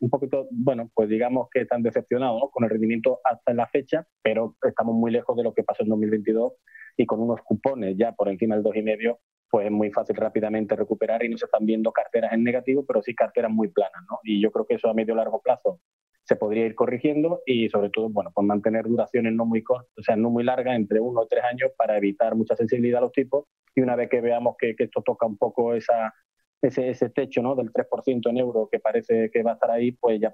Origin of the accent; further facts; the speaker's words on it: Galicia, Spain; como buen gallego depende